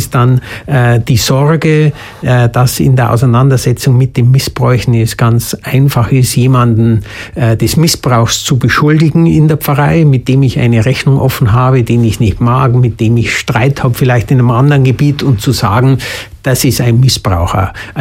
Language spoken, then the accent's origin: German; Germany; now in South Tyrol, Italy; als Ausländer, als Deutscher.